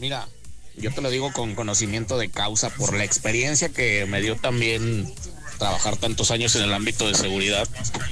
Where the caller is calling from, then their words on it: Aguascalientes, Mexico; Te lo digo yo que soy de Aguascalientes.